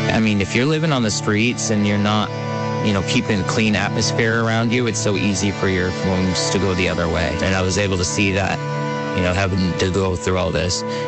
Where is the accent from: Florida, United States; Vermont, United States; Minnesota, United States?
Vermont, United States; Burlington; born or raised there